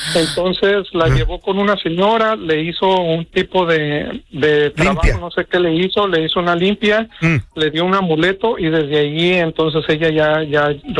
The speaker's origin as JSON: {"language": "Spanish", "country": "Mexico", "moved": "yes", "lives_now": "United States", "said": "cuando nosotros llegamos de México para acá, para Estados Unidos, llegamos a un lugar que se llama Gurnee, Illinois."}